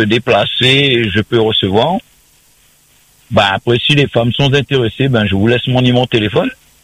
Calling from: Saint-Pierre, Réunion; Sur Saint-Pierre, j'habite sur Saint-Pierre.

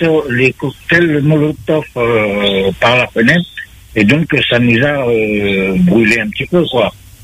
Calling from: Saint-Louis, Réunion; j'habite au Golfe de Saint-Louis.

